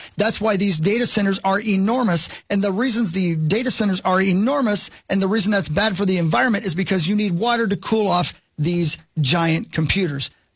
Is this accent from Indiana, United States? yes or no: yes; Indiana, United States; And I grew up in Indiana.